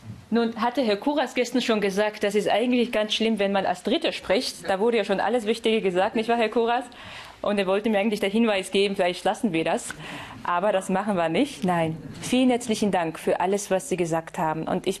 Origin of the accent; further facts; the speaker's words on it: Dessau, Saxony-Anhalt, Germany; Und nun stehe ich hier als Georgierin und ich sage, ich bin eine Dessauerin mit georgischen Wurzeln, also eine Europäerin.